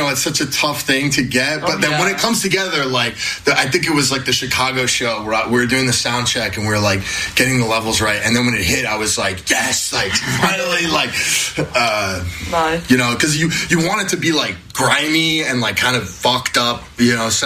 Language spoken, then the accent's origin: English; Brazil; I'm from Brazil.